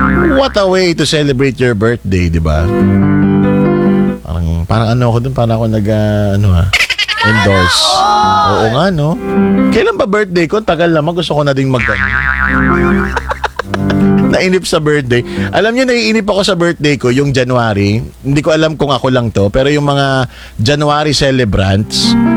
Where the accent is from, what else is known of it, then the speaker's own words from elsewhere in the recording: Quezon, Calabarzon, Philippines; accent: Quezon accent; Yung Quezon accent ko eh.